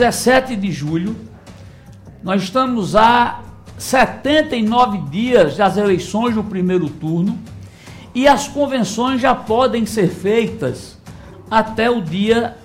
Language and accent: Portuguese; Cajazeiras, Paraíba, Brazil; moved away; Cidadão que saiu de onde eu saí, lá de Cajazeiras, começando numa rádio comunitária